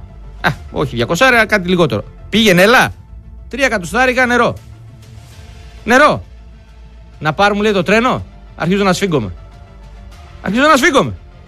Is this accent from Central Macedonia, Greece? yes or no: yes; Serres, Central Macedonia, Greece; moved away; Για να πάω Αθήνα Σέρες στο χωριό μου. Από Αθήνα Σέρες στο χωριό μου θέλω 200 ευρώ με τα μάξι.